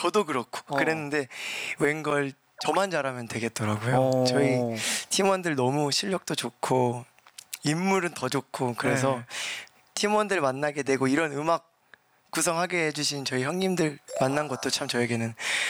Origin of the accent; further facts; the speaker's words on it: Namwon, North Jeolla, South Korea; 전북 남원이 지금.